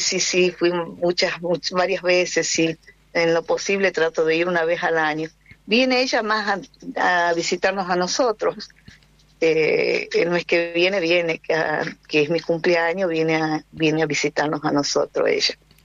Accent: Jujuy, Argentina; moved away as an adult; also born or lived in San Francisco, Córdoba; now in Italy; soy argentina, soy jujeña, soy bien norteña, bien norteña.

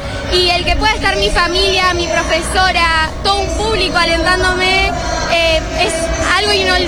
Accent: Argentina; el poder estar acá en mi país con mi familia

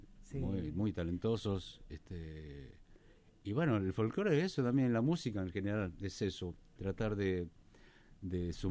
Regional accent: La Banda, Santiago del Estero, Argentina; born there; Nací en La Banda.

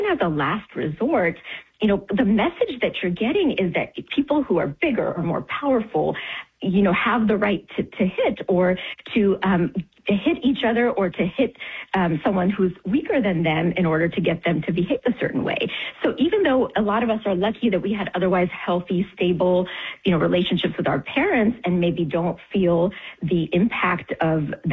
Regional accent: Tennessee, United States; born or raised there

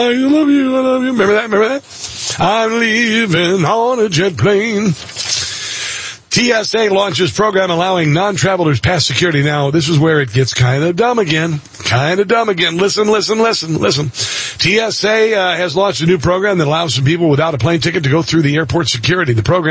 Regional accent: Omaha, Nebraska, United States; Epley Airfield in my hometown of Omaha, Nebraska. And saw many relatives off in that airport when I was growing up.

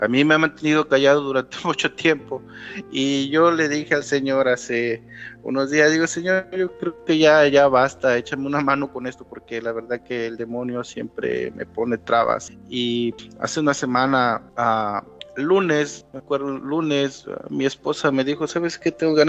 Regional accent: Tuxtepec, Oaxaca, Mexico; yo soy del estado de Oaxaca, soy de Tuxtepec, Oaxaca. Este estado es un estado muy pobre.

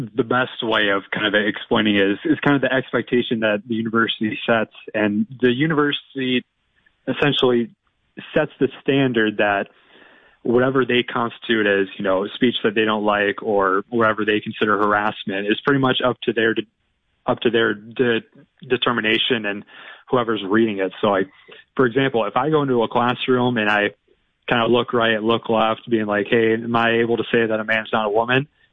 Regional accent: Minnesota, United States; Yeah, I live right now, and I grew up about 30 minutes south of the Twin Cities. So Minneapolis is kind of my second home away from home.

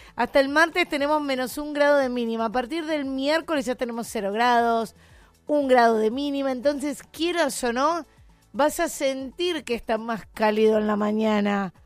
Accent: Argentina; Como argentinos, como hinchas.

